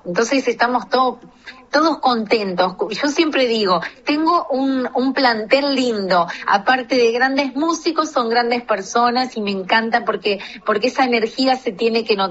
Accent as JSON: {"language": "Spanish", "town": "Santa Lucía", "region": "Canelones", "country": "Uruguay", "moved": "as an adult", "lives_now": "Montevideo, Uruguay", "said": "De Santa Lucía, mi querida ciudad"}